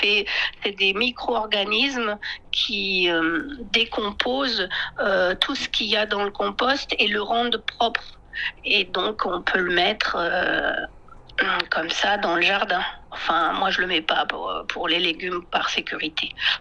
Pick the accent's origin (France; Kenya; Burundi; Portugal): France; Donc, moi, ce que je suis, c'est j'ai beaucoup voyagé au Yunnan, mais je suis française.